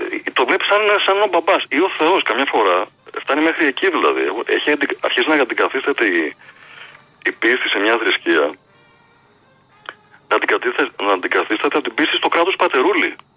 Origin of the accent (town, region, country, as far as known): Greece